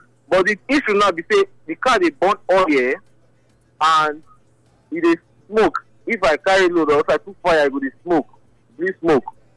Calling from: Benin City, Edo, Nigeria; We come from Benin City.

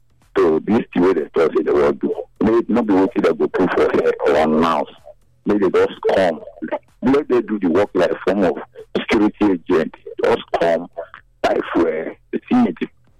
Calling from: Mumbai, Maharashtra, India; I'm just calling from Mumbai.

